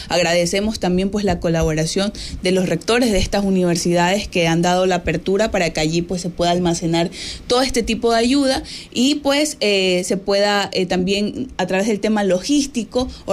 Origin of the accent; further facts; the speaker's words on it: Manta, Manabí, Ecuador; nosotros como manabitas, como ecuatorianos, ya lo vivimos. En 2016 un terremoto que azotó la provincia, en mi cantón Manta fue también muy fuerte